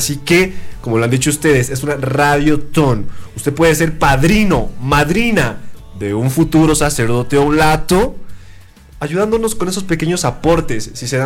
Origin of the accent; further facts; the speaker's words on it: Colombia; moved away as an adult; now in Ecuador; Cuando me trajeron a mí por primera vez acá al Ecuador, yo soy colombiano.